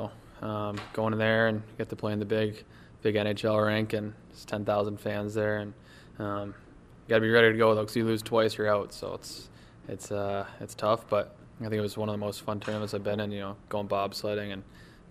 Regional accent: Lexington, Massachusetts, United States; Yeah, I grew up in Massachusetts, Lexington, and I think the whole family was 2 miles of each other, so it was fun growing up there and played for the Boston Junior Eagles

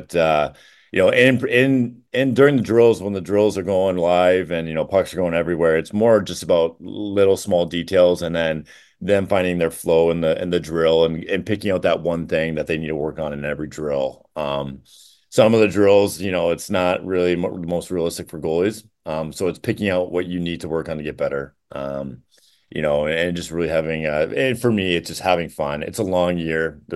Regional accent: Janesville, Wisconsin, United States; I was from Janesville.

